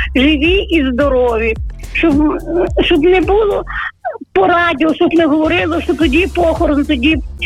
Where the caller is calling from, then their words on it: Velyki Mosty, Lviv Oblast, Ukraine; То я з Великих Мостів